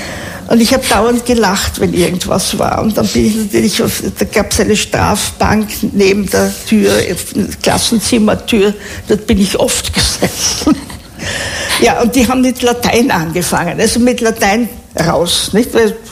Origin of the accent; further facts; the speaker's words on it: Vienna, Austria; Ich bin Wienerin.